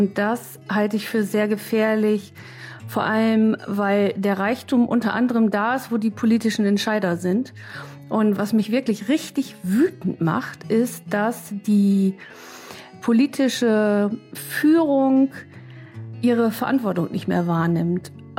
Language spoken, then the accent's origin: German; Hannover, Lower Saxony, Germany; Also ich fühle mich als Hannoveranerin, das habe ich bewusst entschieden und dieses Deutschland hingegen, das ist irgendwie so vage.